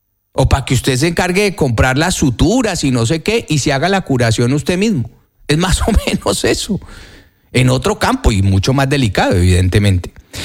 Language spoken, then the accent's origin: Spanish; Colombia; yo no tengo que hacer aquí mucho esfuerzo para explicarle cómo somos los colombianos.